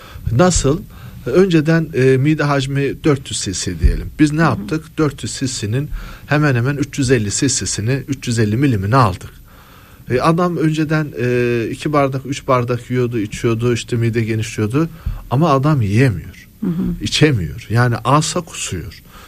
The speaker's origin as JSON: {"language": "Turkish", "region": "Giresun", "country": "Turkey", "said": "Ben mesela Giresunluyum. Gidiyorsun bağına, bahçene, tarlana, onu yakıyordun."}